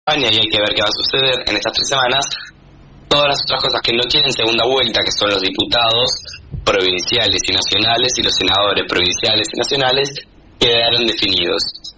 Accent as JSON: {"language": "Spanish", "country": "Argentina", "said": "Nos afecta como a todos, como argentinos, también como latinoamericanos."}